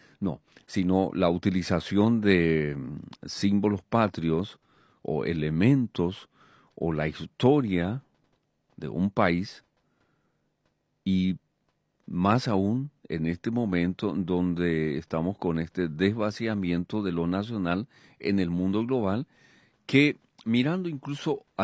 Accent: Paraguay; ¿Quiénes somos los paraguayos?

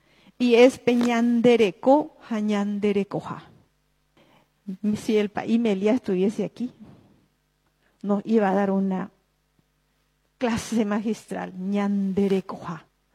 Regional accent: Paraguay

